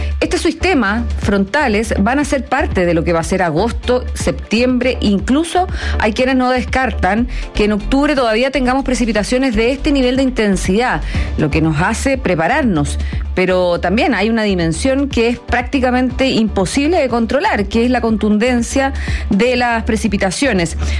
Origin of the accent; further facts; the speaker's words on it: Santiago, Santiago Metropolitan Region, Chile; yo por lo menos que soy de Santiago y me tocó transmitir además el fenómeno en el Canal 13